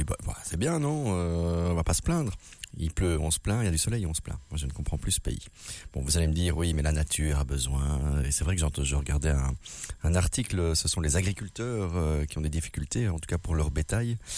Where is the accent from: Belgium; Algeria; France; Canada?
Belgium; D'ailleurs, je suis belge, mais dans mon cœur, je suis espagnol, moi.